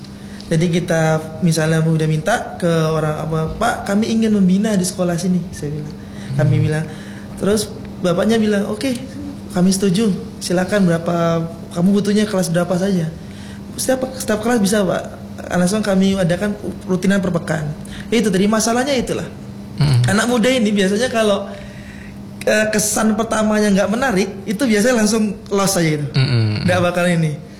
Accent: Jambi, Indonesia; born there; Kalau saya asli emang orang Jambi ya, lahir orang Jambi.

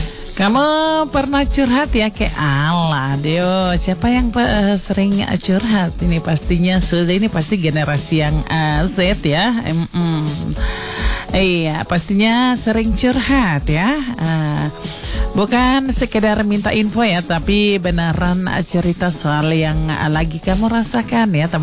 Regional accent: Merauke, South Papua, Indonesia; kita orang Merauke

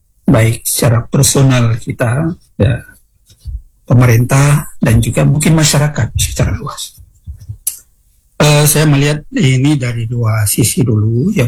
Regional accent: Aceh, Indonesia; Apalagi yang kita Aceh ini sedang dan melakukan pemberlakuan syariat Islam ya

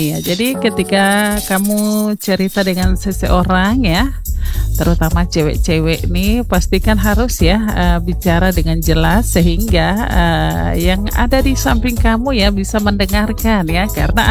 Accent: Merauke, South Papua, Indonesia; Kita orang Merauke

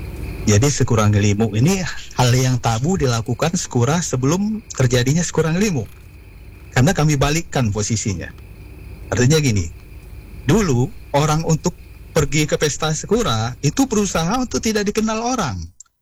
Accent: Canggu, Lampung, Indonesia; Misalnya saya dari Pekon Canggu, saya bawa bendera. Nama kami itu ada dikenal dengan HRK Canggu.

